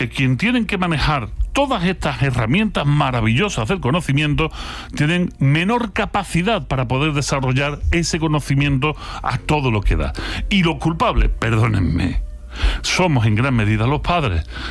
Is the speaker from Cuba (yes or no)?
no; Mexico; born there; Esto lo hacía nací en México, ¿eh? Que nadie me pregunte por nombres de España.